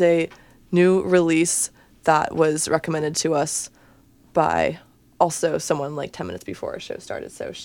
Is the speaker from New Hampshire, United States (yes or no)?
yes; New Hampshire, United States; my hometown in New Hampshire